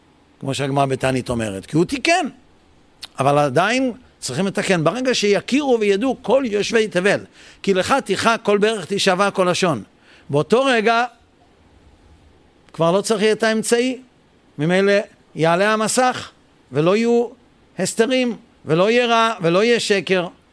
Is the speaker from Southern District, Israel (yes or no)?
no; Jerusalem, Jerusalem District, Israel; אני ירושלמי